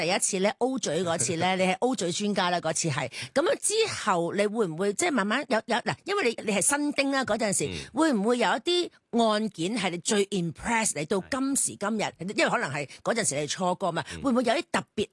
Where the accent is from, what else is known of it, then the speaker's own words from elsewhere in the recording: Hong Kong; 我哋香港人嘅講廣東話